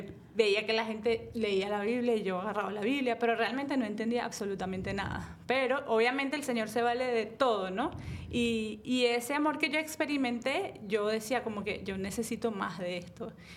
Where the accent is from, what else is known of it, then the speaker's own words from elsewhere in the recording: Venezuela; moved away as an adult; now in Miami, United States; yo tengo 11 años viviendo aquí en Miami, soy venezolana y realmente crecí en una familia que no es católica practicante. Crecí en una familia católica de valores, de principios